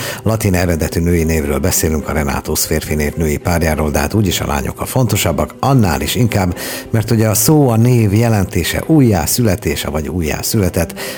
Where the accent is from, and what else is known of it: Hungary